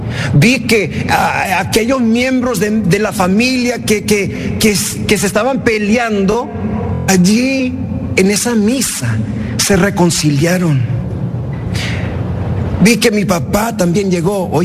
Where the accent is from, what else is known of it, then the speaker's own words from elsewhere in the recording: Mexico; Porque nosotros somos mexicanos y así somos, ¿verdad? Nos quedamos así juntitos.